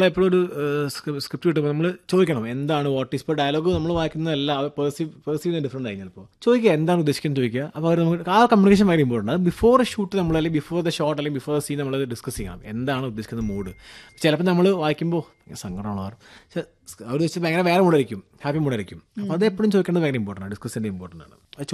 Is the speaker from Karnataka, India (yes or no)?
no; Malappuram, Kerala, India; moved away; നാട്ടിൽ മലപ്പുറത്ത്